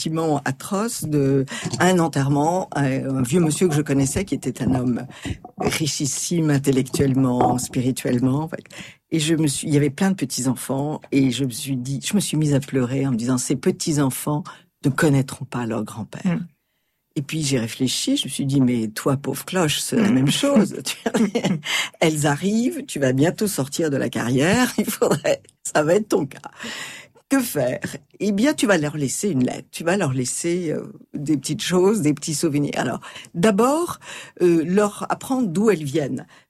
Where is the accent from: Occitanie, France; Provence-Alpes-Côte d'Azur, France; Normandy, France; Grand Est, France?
Provence-Alpes-Côte d'Azur, France; Marseille; que leur maman est marseillaise et pied-noir.